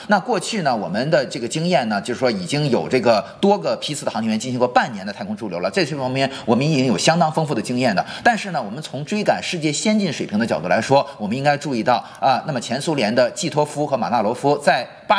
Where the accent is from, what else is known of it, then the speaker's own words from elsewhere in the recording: China; 我们中国人也会远征火星